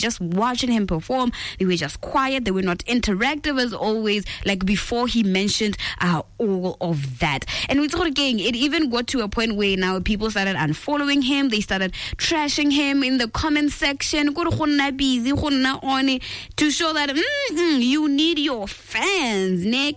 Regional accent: Mutshwedi, North West, South Africa; But hella in general, speaking of which, I'm from Mutshwedi

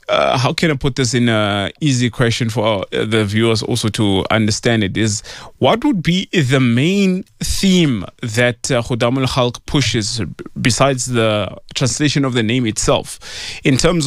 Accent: Pretoria, Gauteng, South Africa; my hometown in Pretoria, Lotus Gardens, actually

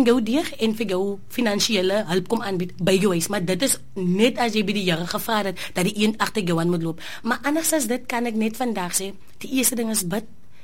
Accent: Oudtshoorn, Western Cape, South Africa; born there; now in Calitzdorp, South Africa; Ek is gebore in Oudtshoorn, maar ek bly in Calitzdorp.

